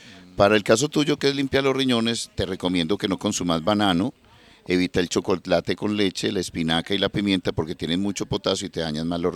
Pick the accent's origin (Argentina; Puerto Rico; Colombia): Colombia; Medellín, Antioquia; yo me crié en Prado Centro